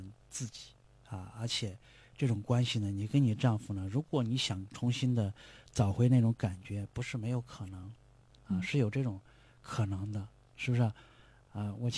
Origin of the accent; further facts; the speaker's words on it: China; 我们中国人